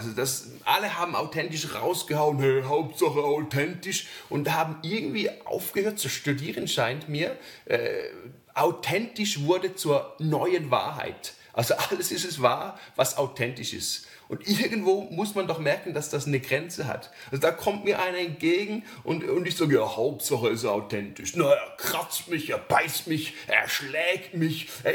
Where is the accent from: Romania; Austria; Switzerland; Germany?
Switzerland; du sprichst mit einem absolut authentischen, absolut prototypischen Schweizer.